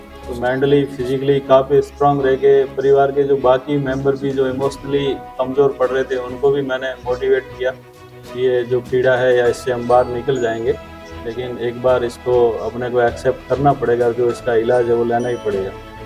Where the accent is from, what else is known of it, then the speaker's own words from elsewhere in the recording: Sirohi district, Rajasthan, India; Sir, मैं राजस्थान सिरोही जिले से हूं। अभी राजस्थान गवर्नमेंट के अंदर मैं एज ए प्राइमरी टीचर गांव के अंदर ही पद स्थापित हूं।